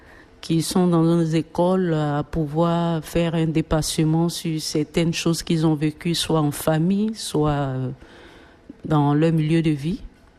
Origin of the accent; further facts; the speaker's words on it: Abidjan, Côte d’Ivoire; moved away as an adult; now in Castres, France; j'ai vécu à Abidjan depuis ma naissance.